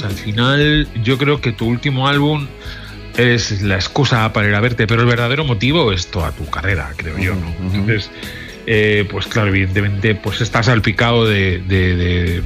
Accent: Alicante, Valencian Community, Spain; moved away as an adult; also born or lived in Madrid; aunque nací es en Madrid, pero luego me fui muy, muy crío, con 6, 7 años me fui a vivir a Alicante. Y desde esa edad, más o menos, hasta los, un poco antes inclusive, hasta los 18, que ya me voy a ir a Valencia.

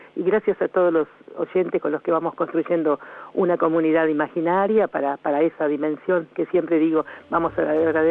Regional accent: Chascomús, Buenos Aires Province, Argentina; born there; moved away; Así era Chascomús, o así es mi pueblo

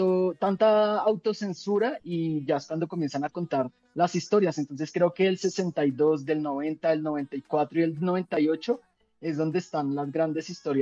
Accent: Colombia; nos define mucho como sociedad colombiana

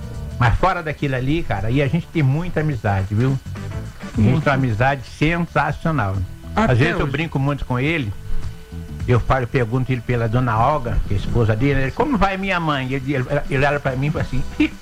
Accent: Argentina; Eu sou argentino. Tenho família argentina, posso dizer.

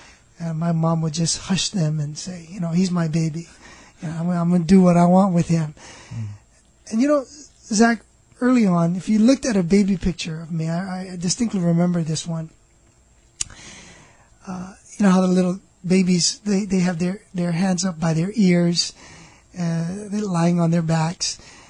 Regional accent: Moanalua, Hawaii, United States; I grew up here in Hawaii, in a nice little area called Moanalua. And, you know, back then in the late 60s, early 70s, while I was growing up, it was, you know, it was a real, really kind of a warm place, simple.

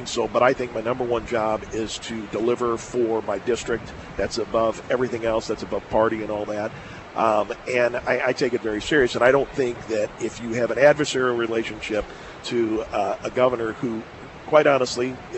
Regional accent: Springfield, Illinois, United States; It's the Illinois State Fair. It's in my hometown. It's in my district.

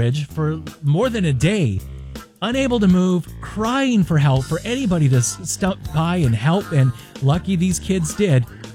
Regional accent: Parlier, California, United States; Had this be … back in the day? Growing up in Parlier, crossing the bridge and hearing a wailing woman?

